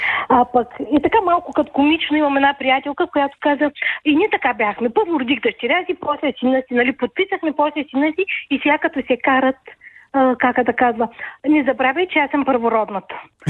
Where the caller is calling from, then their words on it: Varna, Varna Province, Bulgaria; съм от Варна.